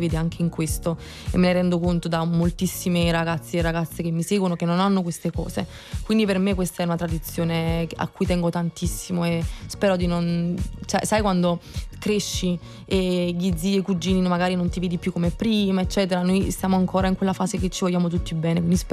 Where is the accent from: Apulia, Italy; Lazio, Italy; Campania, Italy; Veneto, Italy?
Campania, Italy; Paestum; sono legata anche alla parte del Cilento, della campagna, non solo di Napoli. Quindi, avendo vissuto tutta la mia infanzia a Pestum, continuo a farlo, ovviamente, perché ho una casa al mare lì.